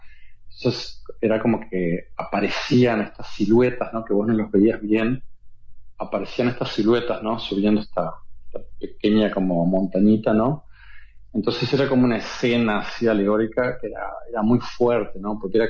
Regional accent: Uruguay; soy de Uruguay

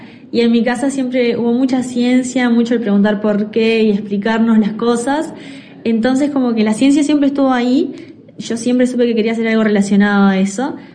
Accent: Artigas, Uruguay; moved away as an adult; nací y crecí en Artigas. Hice ahí desde que nací hasta los 19

